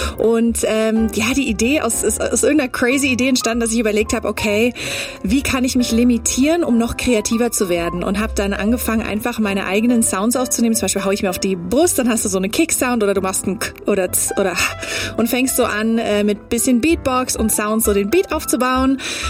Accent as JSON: {"language": "German", "country": "Germany", "tie": "born or raised there", "first_language": "English", "second_language": "German", "said": "Also ich bin halb Amerikanerin. Ich bin zwar hier geboren und aufgewachsen, aber meine Mama ist Ami. Und ich habe selber eigentlich immer englische Musik gehört. Und meine Muttersprache ist Englisch."}